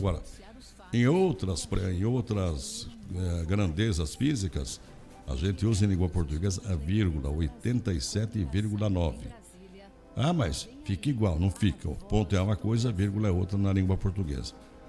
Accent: São Paulo, Brazil; Eu, como sou brasileiro e sou paulista

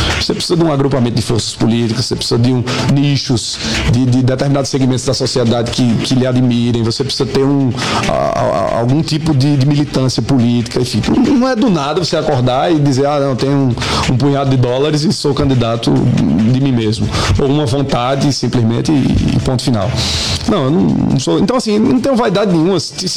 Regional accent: Sousa, Paraíba, Brazil; Eu não vou deixar de votar num candidato de Souza, que é a minha terra, vou votar em qualquer outro candidato que seja.

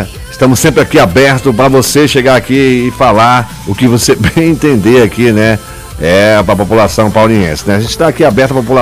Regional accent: Brazil; nós todos somos brasileiros

